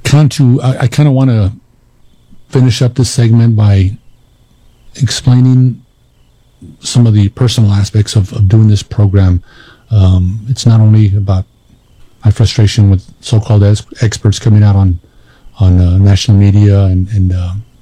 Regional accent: El Paso, Texas, United States; When I was growing up in El Paso, I hung out with a lot of classic rockers

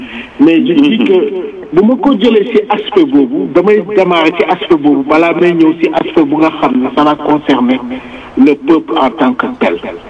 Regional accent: Senegal; en tant que Sénégalais

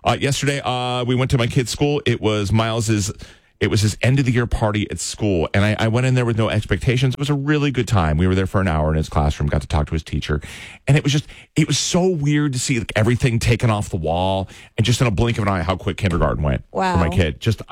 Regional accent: Maryland, United States; moved away; I grew up in Maryland.

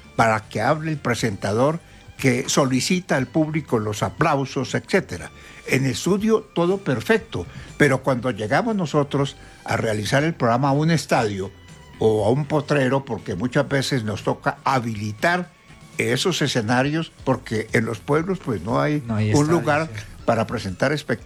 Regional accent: Ibagué, Tolima, Colombia; moved away; el show de las estrellas nace en Ibagué, mi tierra natal.

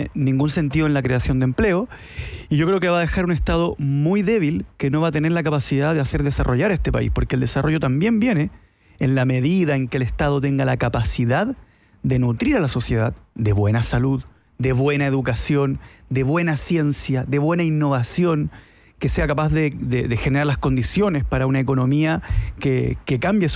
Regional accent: Chile; Como chileno, el argentino es tu hermano, pues si nos independizamos juntos.

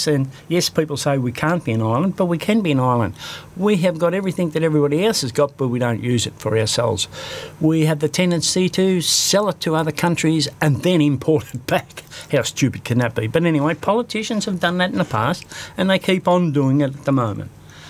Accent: Australia; We are Australian

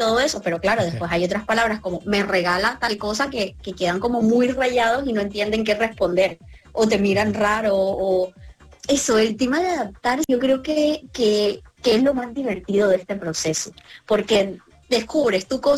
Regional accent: Colombia; esas palabras que nosotros tenemos como colombianos y que llegamos aquí diciendo

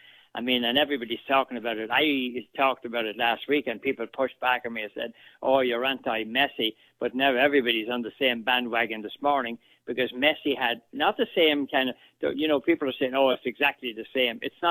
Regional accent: Ireland; then I'm Irish.

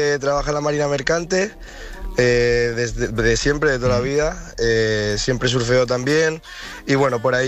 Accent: Gijón, Asturias, Spain; yo, Aitana, tengo que corregirte, soy de Gijón, no de Ribadesella, no, pero doy clases en Ribadesella.

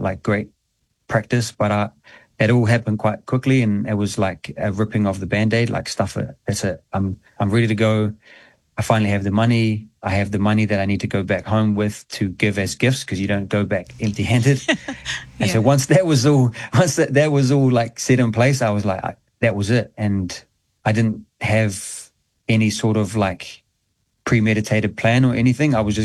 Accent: New Zealand; I always, I look back at my childhood growing up in New Zealand

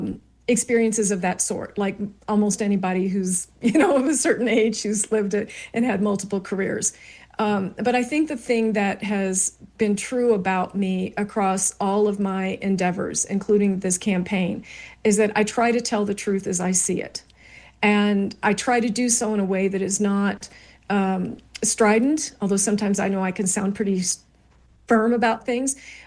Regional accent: Louisville, Kentucky, United States; I'm from Louisville, Kentucky

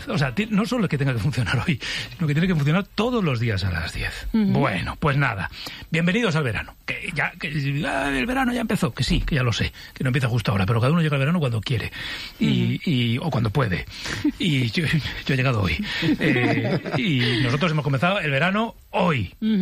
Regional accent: Navarre, Spain

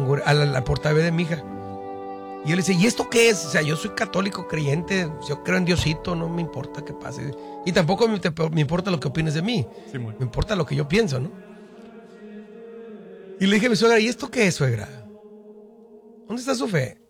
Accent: Tijuana, Baja California, Mexico; Yo soy tijuanense. Allá vivíamos en La Libertad.

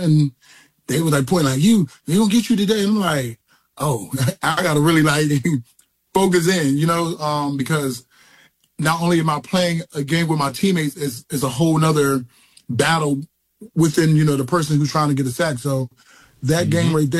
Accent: New Jersey, United States; So, like, I grew up in South Jersey, so we were a Reggie White fan.

